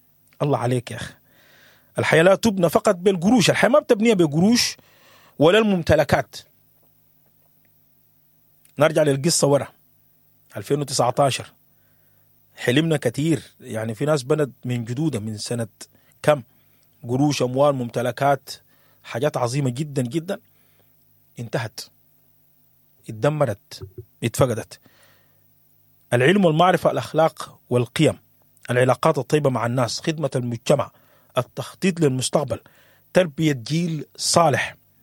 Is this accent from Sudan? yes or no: yes; Sudan; انا وانت كسوداني